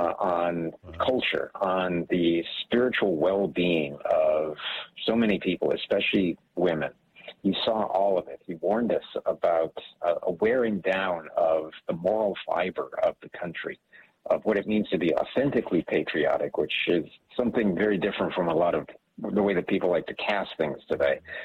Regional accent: Hawaii, United States; born or raised there; also born or lived in Germany

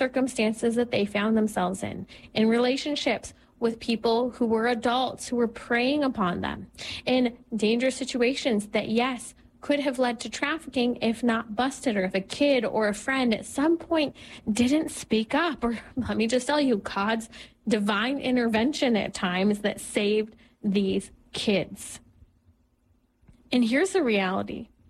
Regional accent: California, United States; I was just looking at the stats from my home state of California

